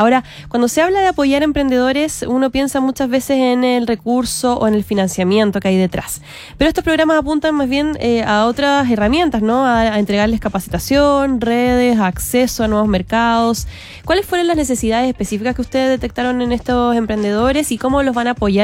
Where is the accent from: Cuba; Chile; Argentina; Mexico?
Chile; Talca, Maule; yo soy de región, me imagino que, no sé si tú, yo soy de Talca